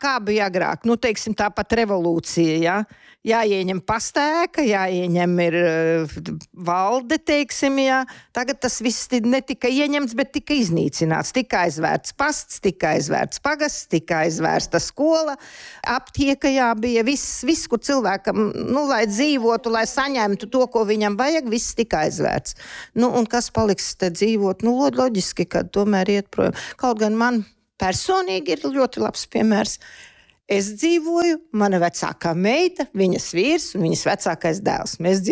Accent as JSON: {"language": "Latvian", "region": "Jūrmala", "country": "Latvia", "said": "Es esmu no Jūrmalas."}